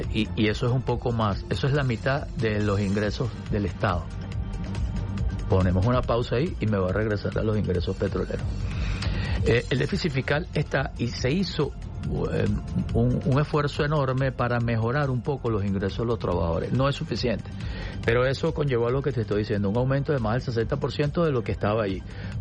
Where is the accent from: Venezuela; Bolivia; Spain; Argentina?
Venezuela; es que yo como venezolano lo siento en mi bolsillo